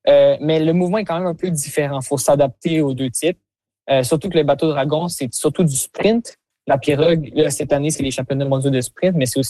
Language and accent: French; Quebec City, Quebec, Canada; also born or lived in British Columbia; Moi, je viens de Québec originalement, mais justement, j'étais dans un collège dans l'Ouest.